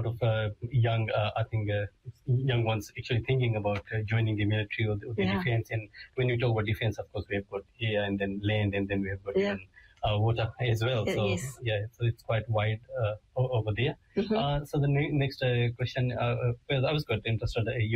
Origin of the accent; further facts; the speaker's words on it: Fiji; now in New Zealand; I'm from Fiji